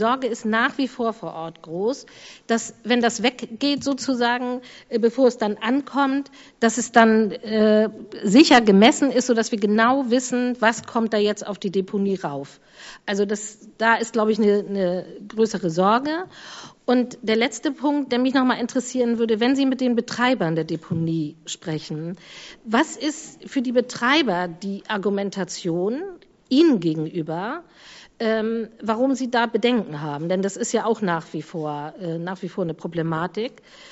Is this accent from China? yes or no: no; Schleswig-Holstein, Germany; Und ich komme auch aus Ostholstein